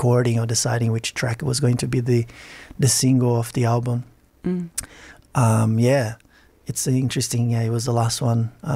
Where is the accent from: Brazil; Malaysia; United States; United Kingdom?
Brazil; São Paulo; moved away as an adult; now in Australia; I feel like even living here for 12 years, the reference from growing up in Brazil is still very strong.